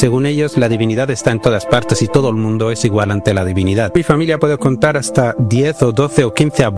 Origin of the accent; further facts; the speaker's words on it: Western Sahara; esto es una prueba de que llevo alrededor de 1000 años en esta tierra.